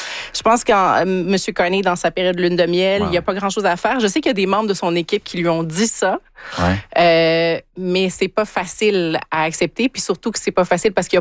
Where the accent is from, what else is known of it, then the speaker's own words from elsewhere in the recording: Quebec, Canada; Puis arrête de faire ça parce que moi, je viens du Québec, donc il y a toujours un petit...